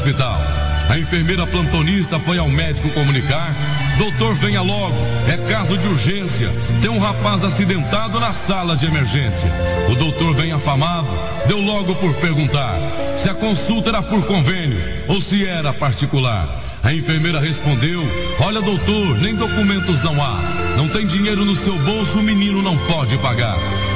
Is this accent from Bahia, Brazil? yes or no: no; Goiás, Brazil; born there; Vim de família humilde do interior e através do rodeio brasileiro conquistei o meu valor. Sou goiano de nascença e em todas as cidades sou adotado. … narrador apaixonado.